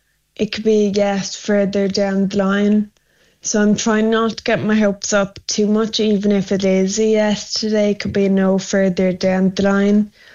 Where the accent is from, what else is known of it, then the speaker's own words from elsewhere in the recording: Ireland; I'm Irish